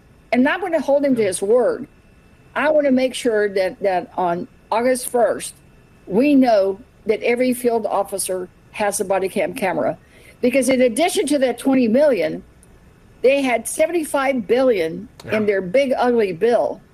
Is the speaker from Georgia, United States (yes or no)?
no; Texas, United States; Again, I'm from Texas.